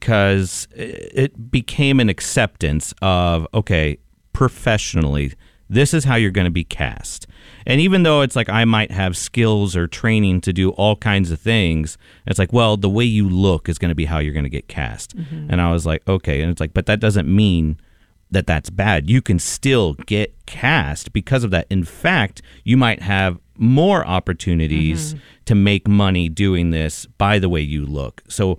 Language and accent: English; Texas, United States; my life growing up in the 90s in Texas